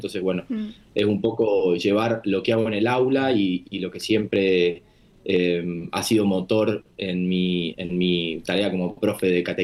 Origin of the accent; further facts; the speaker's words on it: Coronel Suárez, Buenos Aires Province, Argentina; born there; Recuerdo tener 14, 15 años, estar con un amigo mío de Coronel Suárez, provincia de Buenos Aires, donde yo nací